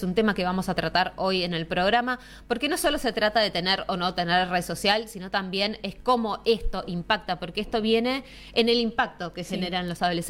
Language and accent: Spanish; Argentina; también salimos como argentinos, por eso me incluyo, ¿no?